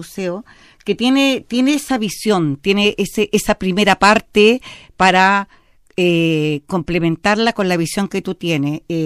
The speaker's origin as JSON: {"language": "Spanish", "town": "Maullín", "region": "Los Lagos", "country": "Chile", "said": "digo que soy de Maullín"}